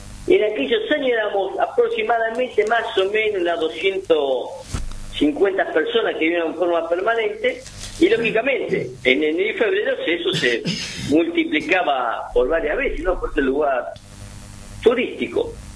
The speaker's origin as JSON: {"language": "Spanish", "town": "La Lucila del Mar", "region": "Buenos Aires Province", "country": "Argentina", "said": "yo soy de la Lucila Armá. Y la Lucila Armá es un pintoresco pueblito que está recostado sobre la costa atlántica argentina."}